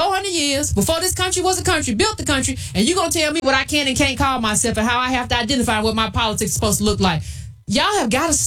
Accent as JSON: {"language": "English", "country": "United States", "said": "We can say that we are American descendants of chattel slavery."}